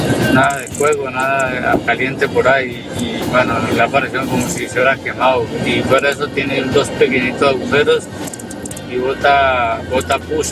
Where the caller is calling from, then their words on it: Barcelona, Catalonia, Spain; de Barcelona.